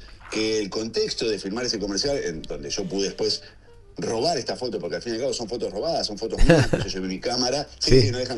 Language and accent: Spanish; Rosario, Santa Fe, Argentina; now in Buenos Aires, Argentina; estoy más rosarino que nunca, ¿no? Estaba viviendo, soy rosarino, pero estaba viviendo afuera, así que volví hace un año, acá ahora estoy en Capital, ¿no? Estoy en Cava.